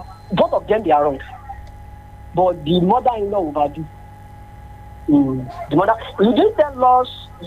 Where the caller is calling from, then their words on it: Nigeria; we in Nigeria